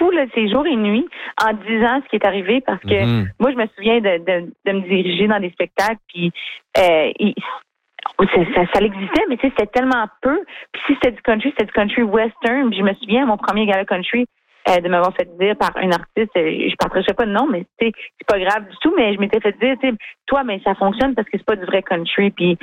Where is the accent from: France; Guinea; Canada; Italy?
Canada; Casselman, Ontario; je viens de Castlemaine en Ontario.